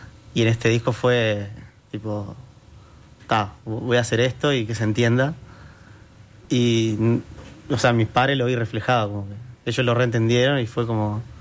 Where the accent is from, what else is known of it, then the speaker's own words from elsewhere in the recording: Tacuarembó, Uruguay; moved away; No soy el campo, soy de Tacuarembó ciudad.